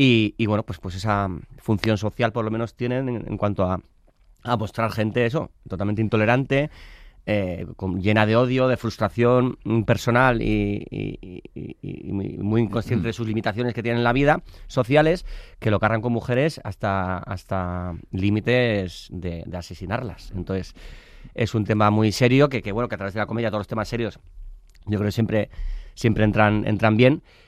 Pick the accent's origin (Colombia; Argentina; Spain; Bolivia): Spain; Basque Country; y yo soy muy friolero. Soy vasco, sí